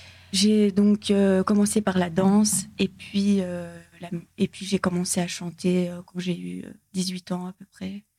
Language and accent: French; Luttre, Hainaut, Belgium; Oui, c'est ça, je viens de Lutre, donc c'est entre Charleroi et Nivelles.